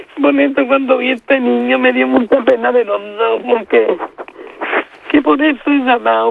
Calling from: Catalonia, Spain; No vivo en Pineda de Mar, pero vivo muy cerca.

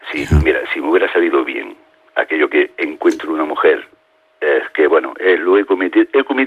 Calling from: Manresa, Catalonia, Spain; Yo vivo en Manresa con mi hija.

